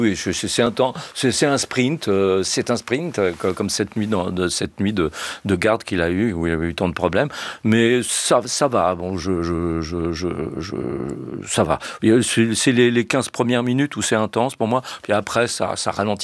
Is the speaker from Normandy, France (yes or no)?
yes; Le Havre, Normandy, France; accent: Le Havre; Je prends un plutôt l'accent havrais. Moi je suis du Havre